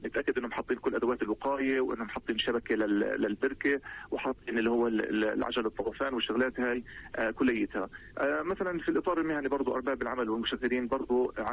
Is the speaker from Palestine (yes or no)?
yes; Palestine; عندنا في فلسطين